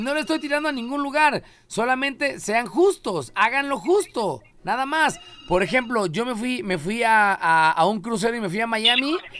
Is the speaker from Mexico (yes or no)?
yes; Mexico; Digo, en México somos unos gandallas, esa es una realidad.